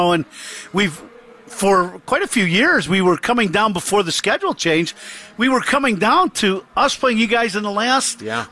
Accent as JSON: {"language": "English", "town": "Chicago", "region": "Illinois", "country": "United States", "tie": "born or raised there", "said": "this has been a series and a rivalry growing up in Chicago that my dad would take me to at Wrigley."}